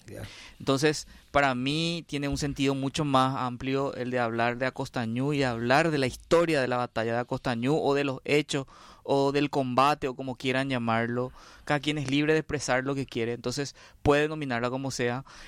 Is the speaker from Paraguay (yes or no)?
yes; Paraguay